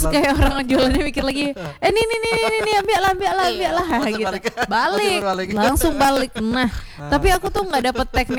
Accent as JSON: {"language": "Indonesian", "town": "Bukittinggi", "region": "West Sumatra", "country": "Indonesia", "tie": "born there", "said": "Emang keren tuh Bukit Tinggi. Itu kota kelahiranku loh."}